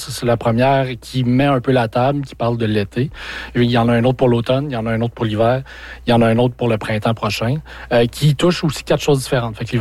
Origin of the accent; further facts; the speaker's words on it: Quebec, Canada; Ça fait partie de nous, là, à titre de Témiscamingue.